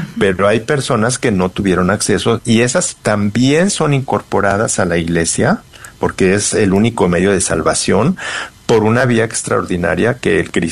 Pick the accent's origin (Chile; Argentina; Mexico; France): Mexico; Porque ella escogió esa casa y porque yo soy, sí, mexicano.